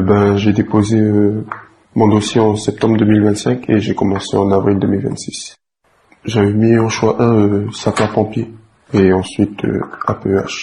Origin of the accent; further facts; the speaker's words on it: Nouméa, South Province, New Caledonia; j'ai 21 ans et je suis de la Calédonie, en Magenta.